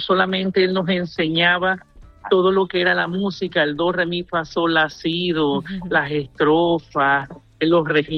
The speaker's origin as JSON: {"language": "Spanish", "town": "Los Puertos de Altagracia", "region": "Zulia", "country": "Venezuela", "tie": "born or raised there", "said": "Nací en el Evangelio. Mi mamá es pastora de la iglesia Peniel de los Puertos de Altagracia, municipio Miranda, estado Zulia, en Venezuela. De ahí vengo, ahí crecí."}